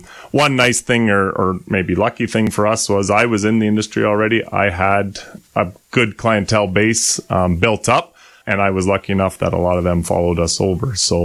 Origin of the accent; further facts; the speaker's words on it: Guelph, Ontario, Canada; So I grew up in Guelph, not really on a farm or anything like that, but spent most of my summers at my grandparents, helping on their dairy farm.